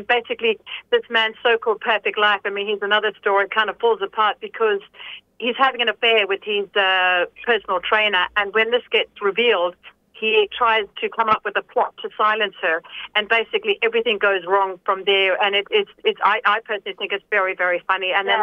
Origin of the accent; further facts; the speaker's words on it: Cape Town, Western Cape, South Africa; Cape Town, my hometown